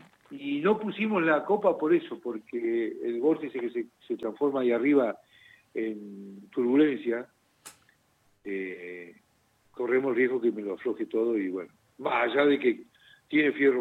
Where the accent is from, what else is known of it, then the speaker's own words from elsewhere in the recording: Neuquén, Argentina; Somos todos patagónicos